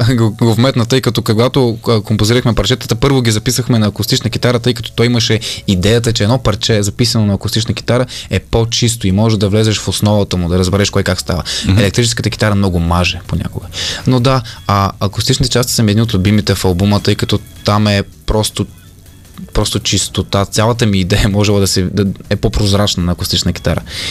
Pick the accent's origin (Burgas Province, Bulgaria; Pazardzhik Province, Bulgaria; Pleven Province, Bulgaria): Burgas Province, Bulgaria; Burgas; аз съм от Бургас. Това е моя роден град и там имаме основа.